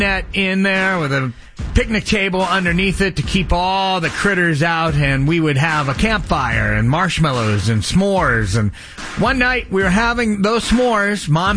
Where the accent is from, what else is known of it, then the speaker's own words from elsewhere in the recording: New Hampshire, United States; We didn't go, you know, to New York City. We didn't go to Boston Red Sox game growing up in New Hampshire.